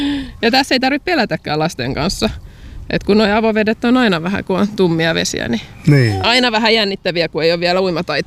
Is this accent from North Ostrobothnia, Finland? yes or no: no; Helsinki, Uusimaa, Finland; Mä oon Helsingissä kotoisin, mutta äitini on täältä Jurvasta.